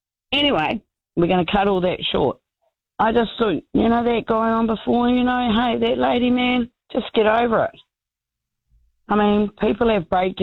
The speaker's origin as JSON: {"language": "English", "region": "Taranaki", "country": "New Zealand", "said": "So I'm from Taranaki and I heard about this earthquake."}